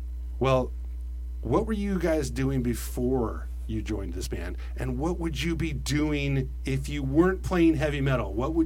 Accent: San Jose, California, United States; I'm from San Jose

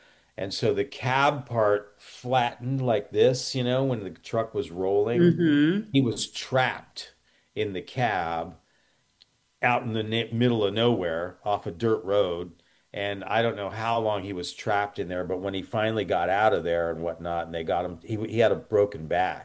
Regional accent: San Francisco, California, United States; moved away as an adult; now in Los Angeles, United States; We were all originally from San Francisco. We all were based in San Francisco for many years. And 1995, I moved to LA from San Francisco.

